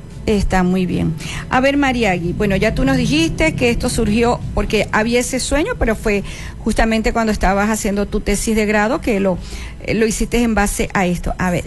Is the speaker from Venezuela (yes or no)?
yes; Venezuela